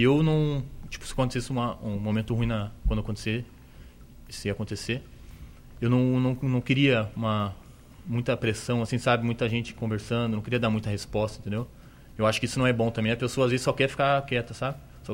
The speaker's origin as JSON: {"language": "Portuguese", "town": "Estância Velha", "region": "Rio Grande do Sul", "country": "Brazil", "moved": "yes", "said": "Eu sou de Estância Velha, Rio Grande do Sul."}